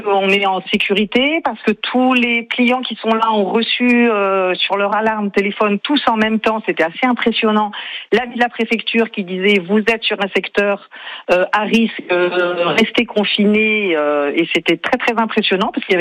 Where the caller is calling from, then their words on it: Cabrières, Occitanie, France; moi, je suis sur Cabrières, sur la descente du village, juste au-dessus de Saint-Gervais.